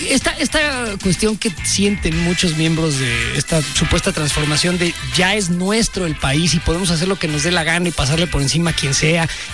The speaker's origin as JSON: {"language": "Spanish", "country": "Mexico", "said": "solamente nosotros somos buenos mexicanos y solamente nosotros defendemos al pueblo."}